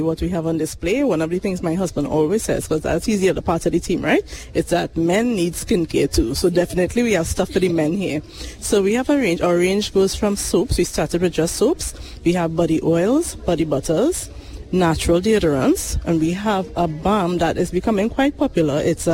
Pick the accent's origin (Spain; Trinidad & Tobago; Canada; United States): Trinidad & Tobago; Arima; We're from Arima.